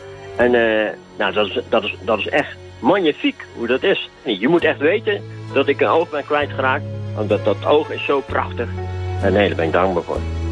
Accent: Dordrecht, South Holland, Netherlands; uit Dordrecht. Ik ben 68 jaar.

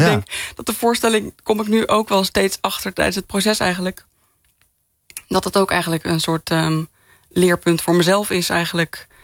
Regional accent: Arnhem, Gelderland, Netherlands; Ik kom zelf uit Arnhem. Ik heb wel familie ook in Twente, maar...

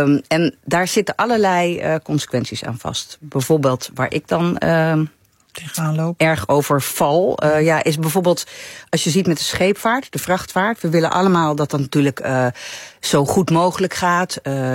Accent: Amsterdam, North Holland, Netherlands; Ik kom uit Amsterdam en ik ben hier naartoe gereden.

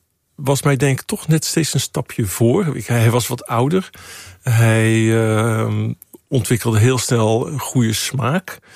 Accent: Zeeland, Netherlands; born there

